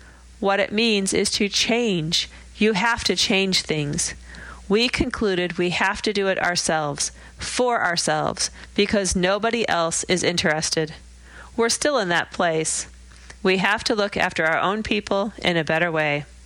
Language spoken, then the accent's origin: English; Chicago, Illinois, United States; Growing up in Chicago, I was engulfed in all that action, from Martin Luther King to Farrakhan.